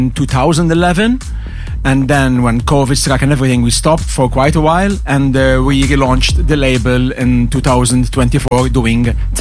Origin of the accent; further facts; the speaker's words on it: Malta; first language Maltese; English is a second language; my native language, in Maltese.